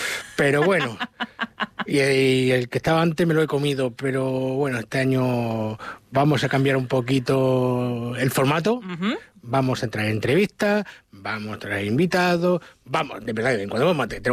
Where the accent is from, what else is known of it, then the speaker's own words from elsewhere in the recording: Castilla-La Mancha, Spain; la feria de mi pueblo en San Miguel, en la Mar de la Mata